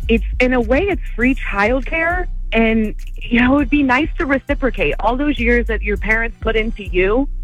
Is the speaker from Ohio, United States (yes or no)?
yes; Akron, Ohio, United States; I'm from Akron, Ohio